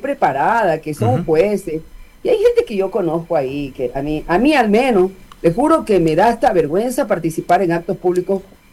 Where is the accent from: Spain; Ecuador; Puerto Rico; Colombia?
Ecuador; es una pena como ecuatoriana.